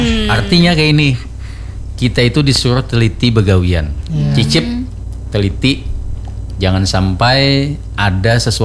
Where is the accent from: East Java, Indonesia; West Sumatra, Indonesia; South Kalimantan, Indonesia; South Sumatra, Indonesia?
South Kalimantan, Indonesia; Banjar; kita itu orang Banjar